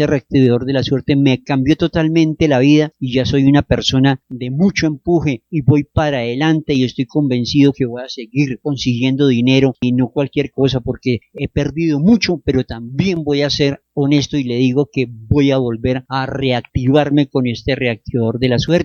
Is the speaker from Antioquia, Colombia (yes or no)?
yes; Antioquia, Colombia; Yo siempre he sido un ganadero de mucha fe, de mucha constancia, de mucha pujanza como paisa, como buen antioqueño que soy, y como buen antioqueño, un gran ganadero.